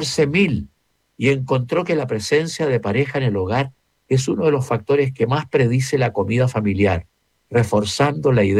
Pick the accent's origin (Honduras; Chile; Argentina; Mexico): Chile; Santiago, Santiago Metropolitan Region; ¿Somos buenos los santiaguinos y de las personas de las distintas ciudades para la tertulia o ya eso quedó atrás?